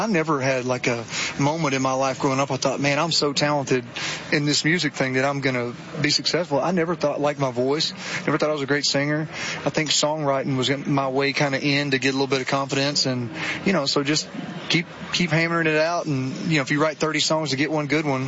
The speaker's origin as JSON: {"language": "English", "region": "Alabama", "country": "United States", "tie": "born or raised there", "said": "from Alabama. I was the hometown guy for all those years, and to get recognition from a university in my hometown, it means a lot."}